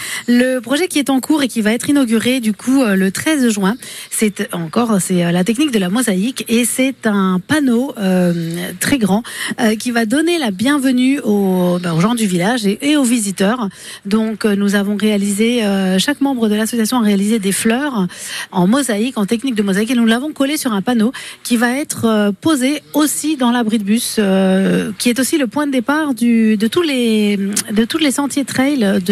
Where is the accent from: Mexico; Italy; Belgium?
Mexico; now in France; C'est ça, nous on est arrivés en direct du Mexique en 2018 déjà.